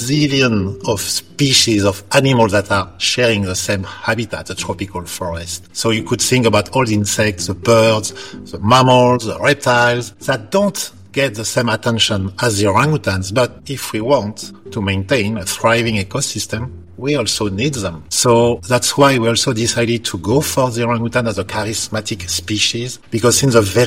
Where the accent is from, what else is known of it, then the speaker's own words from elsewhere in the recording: Paris, Île-de-France, France; English is a second language; now in Malaysia; I am originally from Paris in France. That's why earlier I said bonjour. Actually, I should have said selamat pagi. This is a way we say hi here in Malaysia.